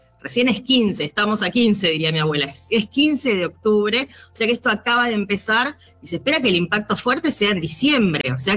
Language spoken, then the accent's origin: Spanish; Carlos Tejedor, Buenos Aires Province, Argentina; yo soy de Tejedor